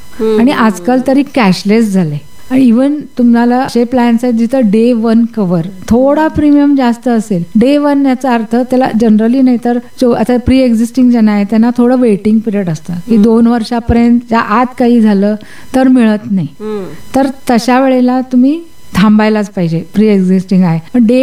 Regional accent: Belagavi, Karnataka, India; मी मूळची बेळगावचीच, born brought up बेळगावचीच आहे आणि शिक्षण Divine Providence college, Gopate college, बी कॉम केलेलं आहे आणि माझी फॅमिली पण आता लग्न होऊन पण बेळगावातच आहे.

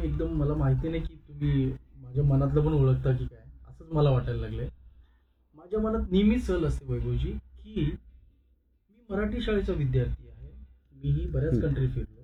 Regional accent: Maharashtra, India; accent: Agri; मी आगरी आहे, माझा जर एखादा मित्र आगरी भेटला तर मी त्याच्याशी आगरीमध्ये बोलायलाच पाहिजे

